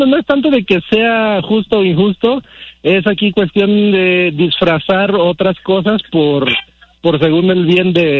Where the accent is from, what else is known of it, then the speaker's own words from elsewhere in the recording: United States; No, porque bueno, yo crecí en Estados Unidos y recuerdo que el Mundial lo veíamos, nos ponían en el salón la tele y veíamos de los partidos.